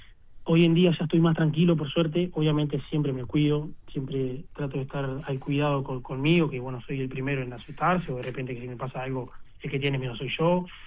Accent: Minas, Lavalleja, Uruguay; also born or lived in Montevideo; porque yo soy de Minas

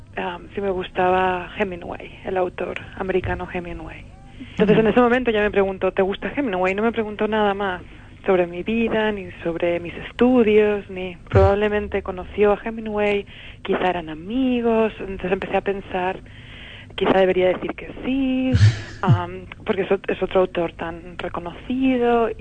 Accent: Madrid, Community of Madrid, Spain; yo habiendo crecido en Madrid y siendo española

